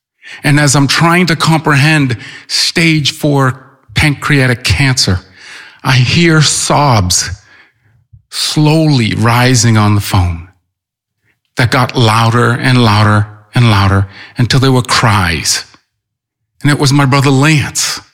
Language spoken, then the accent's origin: English; Duxbury, Massachusetts, United States; I grew up in Duxbury, Massachusetts.